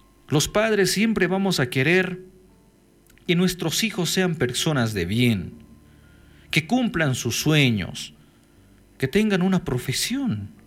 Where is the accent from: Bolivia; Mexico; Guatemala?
Bolivia; Esta es una herida que nos duele a todos como bolivianas y bolivianos.